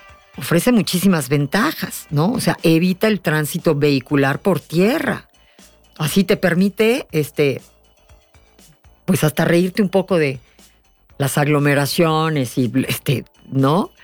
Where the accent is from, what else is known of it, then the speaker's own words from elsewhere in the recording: Mexico City, Mexico; somos mexicanos, pero además chilangos